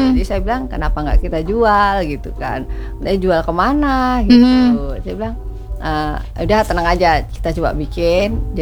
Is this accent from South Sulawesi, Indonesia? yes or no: no; Tanjung Pinang, Riau Islands, Indonesia; also born or lived in Klaten, Central Java; Saya itu ikut merantau ibu saya di kelas 1 SD.